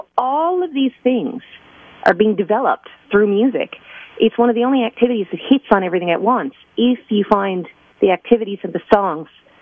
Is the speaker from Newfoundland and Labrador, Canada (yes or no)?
yes; Newfoundland and Labrador, Canada; when I was growing up in Newfoundland doing my undergrad